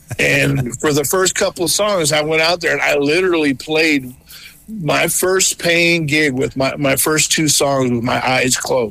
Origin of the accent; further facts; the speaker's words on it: Chicago, Illinois, United States; growing up in Chicago, you're around the Chicago blues all the time